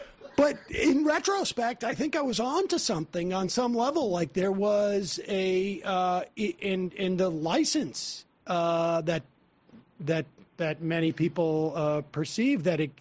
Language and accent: English; Worcester, Massachusetts, United States; I grew up in Worcester, Massachusetts. It was not like a very, like, it was a, not the, the most Jewish of places, but we were, you know, in Hebrew school.